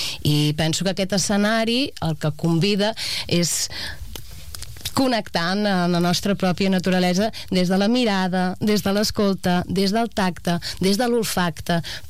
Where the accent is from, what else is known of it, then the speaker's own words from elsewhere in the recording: Catalonia, Spain; Jo he crescut a Bosch, a la Fageda d'en Jordà